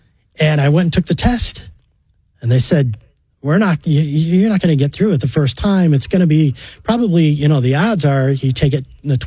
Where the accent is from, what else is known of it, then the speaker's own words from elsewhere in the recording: Swartz Creek, Michigan, United States; Well, I'm originally from Michigan.